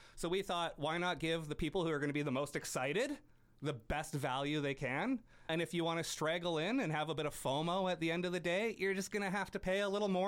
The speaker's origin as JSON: {"language": "English", "town": "Prince George", "region": "British Columbia", "country": "Canada", "tie": "born or raised there", "said": "Actually, it's funny that you bring that up, because growing up in Prince George, when I was under 19, there was like … these great shows would come"}